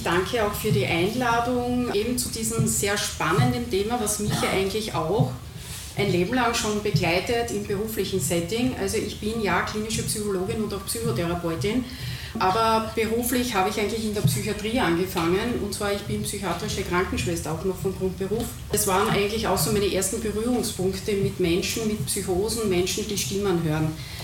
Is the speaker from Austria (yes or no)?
yes; Graz, Styria, Austria; Also ich kann nur, ich komme aus Graz, bin heute mit dem Zug hergefahren